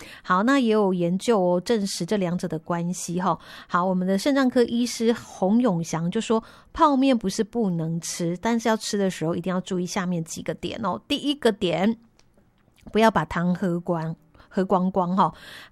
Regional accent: Taiwan; 我们台湾人

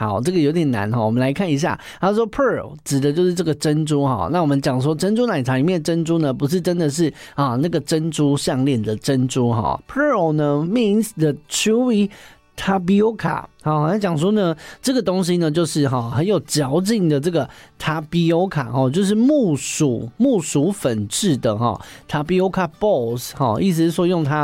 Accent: Taichung, Taiwan; 这个就是爱公的台中啊，哈，就是温刀啦，我的家乡。

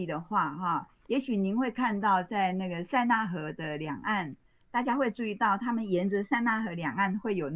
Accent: Taiwan; now in France; 我以前在台湾的时候，在台湾生活的时候没有，是我来法国生活以后才发现

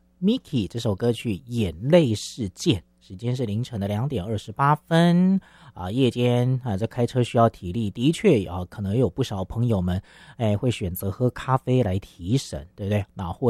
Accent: Taiwan; 其实我们台湾人好像蛮喜欢喝热茶的，对不对？

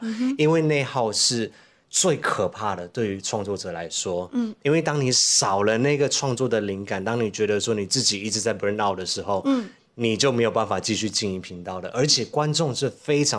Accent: Malaysia; 因为刚好我上个礼拜回到我的家乡马来西

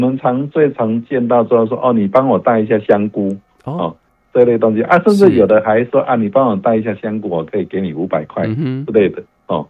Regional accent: Taiwan; 我们台湾人

